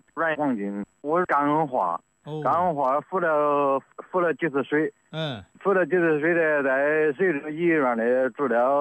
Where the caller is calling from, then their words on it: Suizhou, Hubei, China; 我是那个随州的